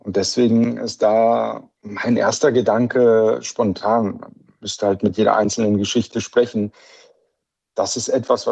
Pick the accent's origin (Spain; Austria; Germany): Spain; born or raised there